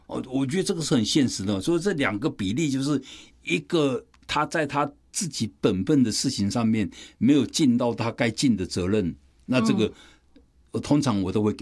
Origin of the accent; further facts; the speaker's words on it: China; 我们中国人常常讲的一句话，说“谋事在人，成事在天”嘛。